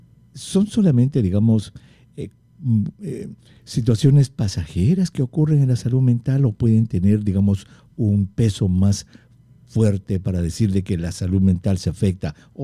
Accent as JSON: {"language": "Spanish", "country": "Peru", "said": "en el Perú nos ha tocado estar de mirones"}